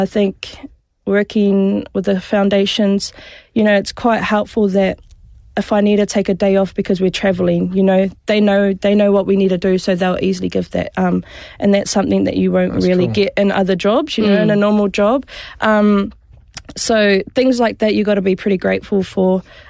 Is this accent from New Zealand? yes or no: yes; New Zealand; So because I grew up in Te Ao Māori and my nieces and nephews can speak Māori